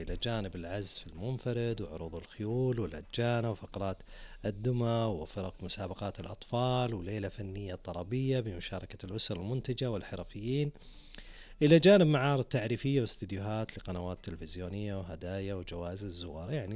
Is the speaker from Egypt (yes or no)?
no; Saudi Arabia; مسلمين وسعوديين